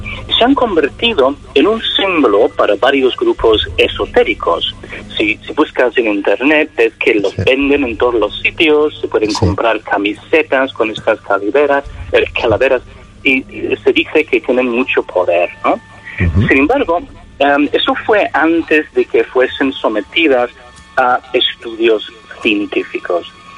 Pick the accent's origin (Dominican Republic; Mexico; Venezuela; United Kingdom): United Kingdom; moved away; soy británico